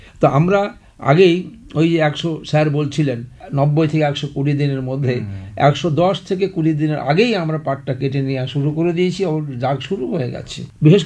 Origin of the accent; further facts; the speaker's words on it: Karimpur, West Bengal, India; আমি নদিয়ার করিমপুর থেকে আসছি।